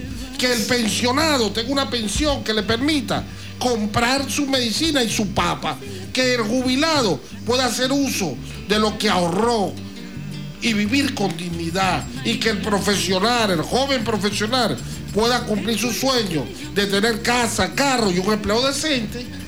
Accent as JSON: {"language": "Spanish", "country": "Venezuela"}